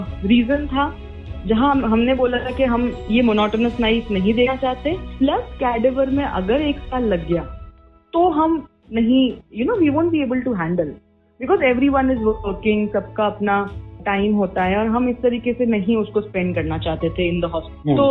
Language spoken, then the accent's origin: Hindi; Rajasthan, India; हम राजस्थान से हैं